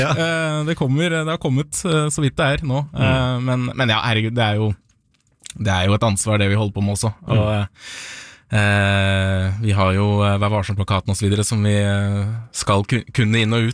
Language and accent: Norwegian; Svelvik, Vestfold, Norway; de jeg er jo selv fra Svelvik. Alle i Svelvik har vært i Svelviksposten en eller annen gang